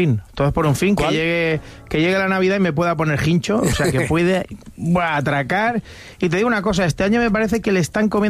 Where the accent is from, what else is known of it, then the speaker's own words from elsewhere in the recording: Spain; Soy española, ¿qué quieres que te gane?